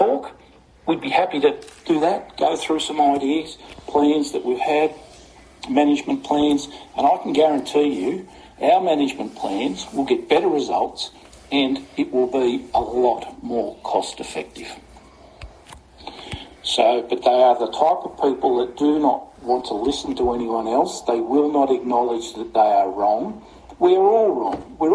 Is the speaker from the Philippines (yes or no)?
no; Australia; I, as an Australian